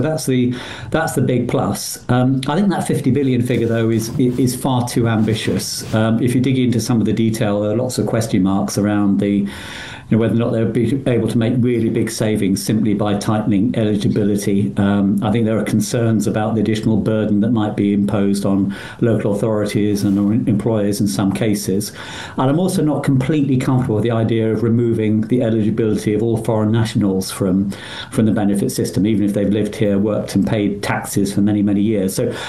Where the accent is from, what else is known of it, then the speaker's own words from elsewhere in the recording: United Kingdom; now in France; I regard myself as British. So even if I'm a British person living in France, I want to retain my British citizenship.